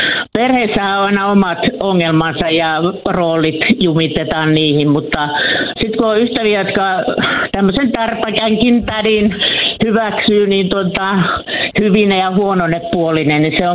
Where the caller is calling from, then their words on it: North Karelia, Finland; olen Pohjois-Karjalasta, niin siellä sanotaan mielellään ehtoota